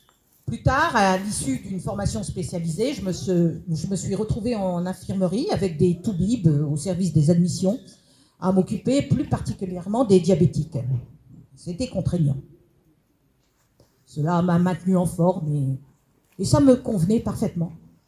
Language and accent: French; Malbosc, Auvergne-Rhône-Alpes, France; born there; Je suis née à Malbosque, petit hameau de notre bassin minier.